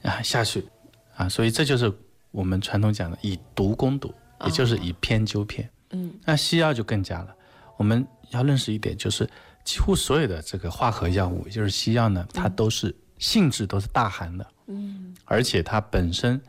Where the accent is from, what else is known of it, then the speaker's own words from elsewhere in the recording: China; 我们中国人